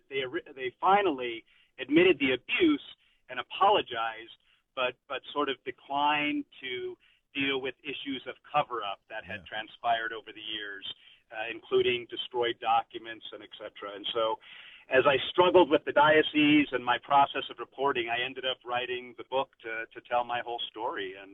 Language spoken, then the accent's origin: English; Utah, United States; also born or lived in Southern California; So, you know, I was born in Southern California, but we moved to Utah when I was very young. And so as a devout Catholic family, we were a bit of a minority in Utah.